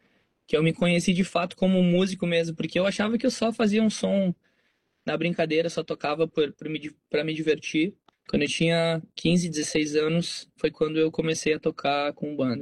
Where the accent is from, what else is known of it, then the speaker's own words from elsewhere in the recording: Farroupilha, Rio Grande do Sul, Brazil; moved away as an adult; also born or lived in Caxias do Sul; now in Sydney, Australia; Sou do Rio Grande do Sul, é Farroupilha. Eu nasci em Caxias do Sul, mas eu morei a minha vida inteira em Farroupilha.